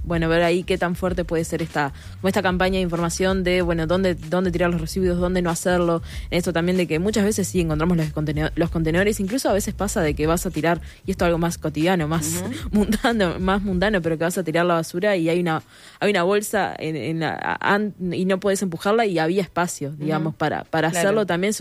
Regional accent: Montevideo, Uruguay; las conductas que uno espera como montevideano que desarrollen para que todos contribuyamos a un Montevideo más limpio.

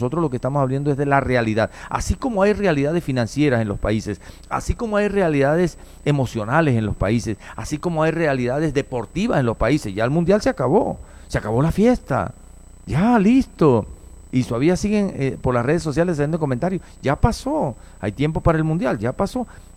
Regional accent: Venezuela; now in Colombia; es mi tierra, es Venezuela, y amamos a Venezuela

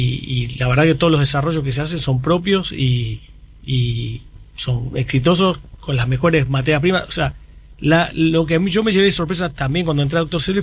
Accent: Argentina; moved away as an adult; now in Uruguay; pero estoy viviendo hace 10 años y ya soy rioplatense.

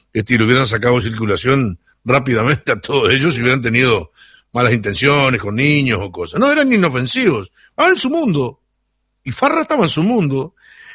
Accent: Sarandí del Yí, Durazno, Uruguay; a mí me llamaba la atención de chico en Sarandí de allí

